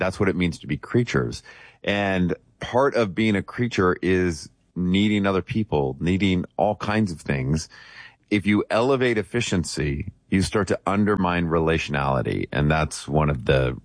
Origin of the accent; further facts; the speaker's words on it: United States; I'm an American through and through, and there's wonderful parts of that and some really negative parts.